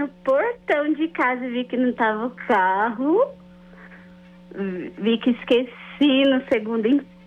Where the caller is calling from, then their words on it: São Paulo, Brazil; falo de São Paulo.